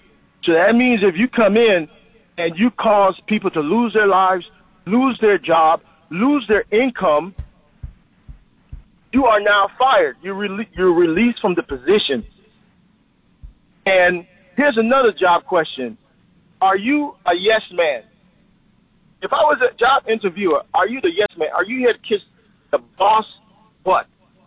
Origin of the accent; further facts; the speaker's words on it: New York, United States; I grew up in New York. I'm proud of where I'm come from. I got Ebonics in my vocabulary, okay?